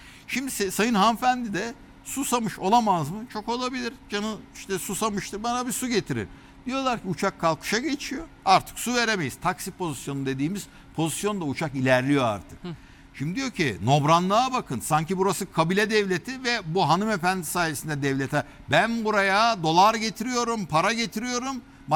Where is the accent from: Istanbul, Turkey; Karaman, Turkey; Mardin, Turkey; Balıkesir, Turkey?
Balıkesir, Turkey; ben Balıkesirliyim